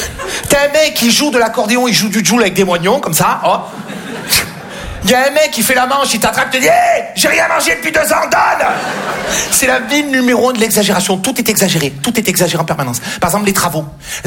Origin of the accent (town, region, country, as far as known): Marseille, Provence-Alpes-Côte d'Azur, France; born or raised there